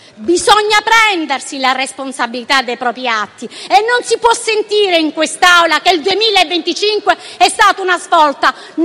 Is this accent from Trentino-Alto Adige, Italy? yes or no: no; Sicily, Italy; un caso che è capitato dalle mie parti, che ho vissuto in prima persona, perché se no è a 20 chilometri dalla mia città, ma qualsiasi parlamentare qui seduto ha avuto un caso del genere, ne sono certa. Ci troviamo ad Acate, in Sicilia.